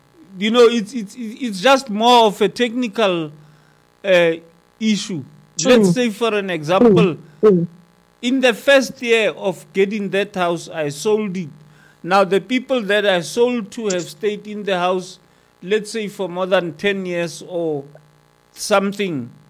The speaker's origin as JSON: {"language": "English", "country": "South Africa", "said": "Now, I'm a South African."}